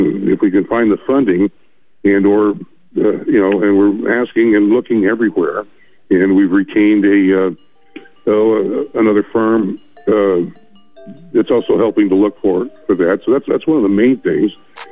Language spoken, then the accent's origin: English; Port Orford, Oregon, United States; now in Powers, United States; I grew up in Port Orford, which is just due west of here.